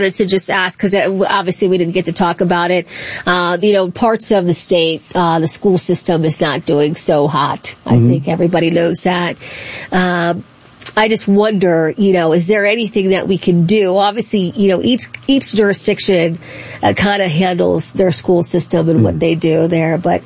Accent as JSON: {"language": "English", "town": "Accokeek", "region": "Maryland", "country": "United States", "tie": "born or raised there", "said": "I grew up in Accokeek"}